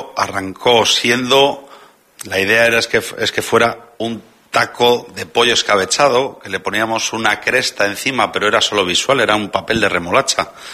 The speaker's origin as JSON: {"language": "Spanish", "town": "Segovia", "region": "Castile and León", "country": "Spain", "moved": "yes", "said": "yo que soy de Segovia"}